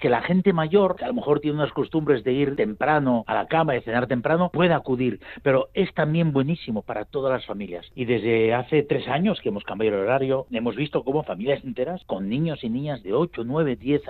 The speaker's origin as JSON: {"language": "Spanish", "region": "Asturias", "country": "Spain", "said": "Es un fiel reflejo de cómo somos los asturianos, cómo nos comportamos en la vida, en los buenos y en los malos momentos."}